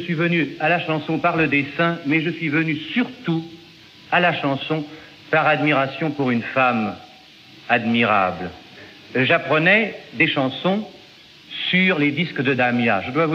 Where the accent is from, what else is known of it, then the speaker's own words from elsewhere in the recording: Paris, Île-de-France, France; born there; je suis né à Paris, exactement rue de Sèvres, et on voit encore au 112 rue de Sèvres où je suis né. Je suis né au-dessus d'un marchand de parapluies